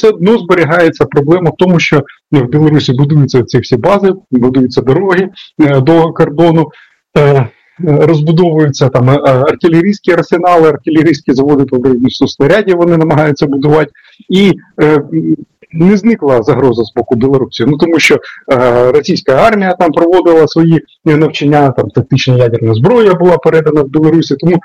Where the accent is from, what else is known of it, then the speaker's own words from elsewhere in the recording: Sumy Oblast, Ukraine; Вони цю тактику вони використовували і на моїй рідній Сумщині.